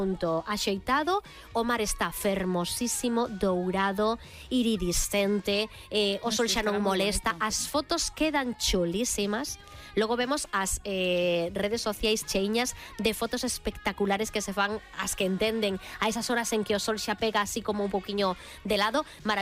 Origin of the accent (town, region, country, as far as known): Galicia, Spain